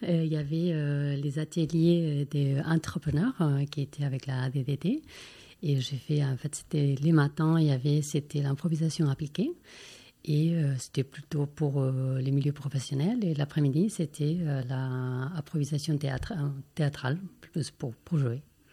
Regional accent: Barcelona, Catalonia, Spain; French is a second language; En plus, j'ai grandi à Barcelone, on a catalan et espagnol, et avec français avec mon mari, anglais.

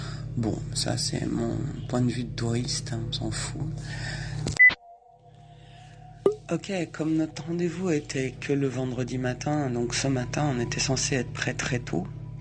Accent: France; moi en tant que française

